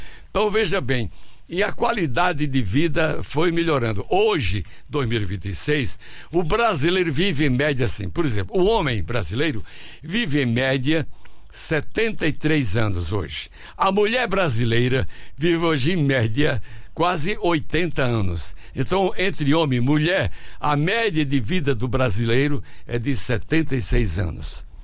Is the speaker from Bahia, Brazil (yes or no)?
no; São Gonçalo, Paraíba, Brazil; born there; lá na Paraíba, onde eu nasci, em São Gonçalo